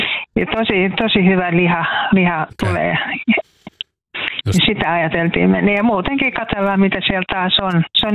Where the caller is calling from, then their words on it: Kouvola, Kymenlaakso, Finland; Tai siis Anjalankoskehan ei oikeastaan enää olekaan. Tähän me ollaan Kouvolaa nyt kaikki.